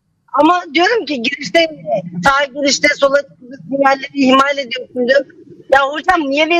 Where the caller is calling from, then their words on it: Büyükçekmece, Istanbul, Turkey; Evet, İstanbul Büyükçekmece.